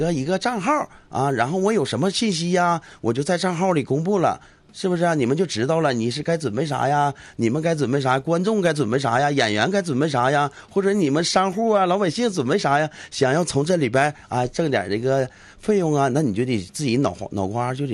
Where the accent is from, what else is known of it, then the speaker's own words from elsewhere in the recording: China; 我是土生土长的农村孩子啊，也是他们看着我长大的